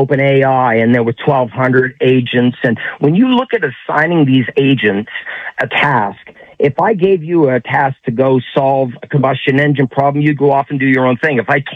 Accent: Atlantic Canada, Canada; now in United States; Yeah, you know, I'm really from East Coast of Canada and I moved down to San Diego in 79.

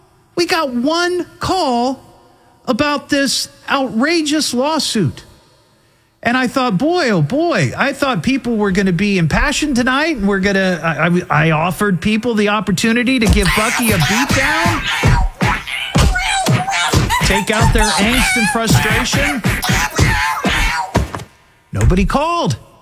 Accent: Beaver Creek, United States; Beaver Creek, my hometown

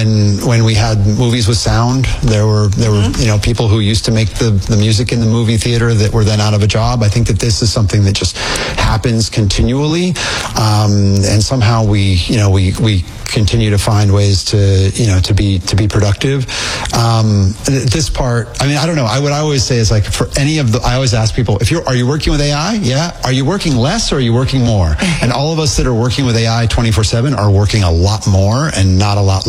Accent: Indiana, United States; Look, I'm a skateboarder from Indiana.

